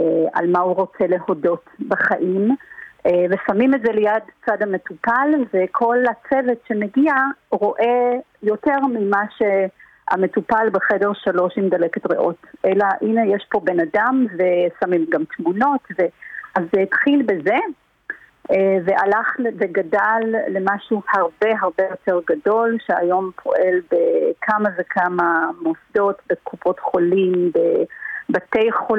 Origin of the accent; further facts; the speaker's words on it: South Africa; now in Israel; אני לא גדלתי בארץ, גדלתי בדרום אפריקה